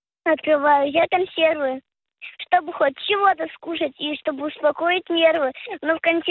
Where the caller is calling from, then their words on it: Saint Petersburg, Russia; Из Питера.